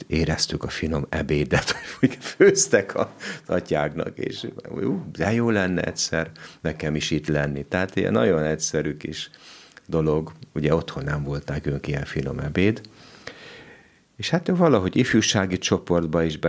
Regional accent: Kaplony, Satu Mare County, Romania; now in Kőszeg, Hungary; jó helyen születtem, jó faluba, jó családba születtem. Ez egy Kaplony nevű község, ahol ferences atyák voltak, hála Istennek újra vannak. Egy sváb falu, ahol a régi rendszerbe, hát én 71-ben születtem

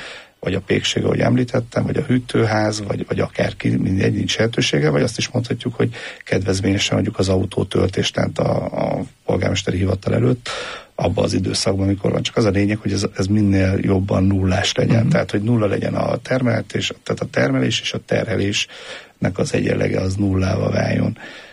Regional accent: Hungary; mert ugye szintén magyarok vagyunk

